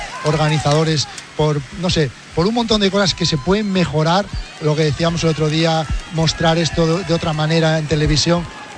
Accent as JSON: {"language": "Spanish", "region": "Asturias", "country": "Spain", "tie": "born or raised there", "said": "Acordaros hace muchos años, Vuelta a Asturias, allí en mi pueblo."}